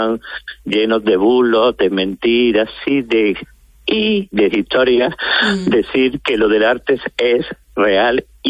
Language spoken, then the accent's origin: Spanish; Puente Genil, Andalusia, Spain; soy cofrade de lo de todas las hermandades ya de mi pueblo, de Puente Genil, de Málaga y Loja.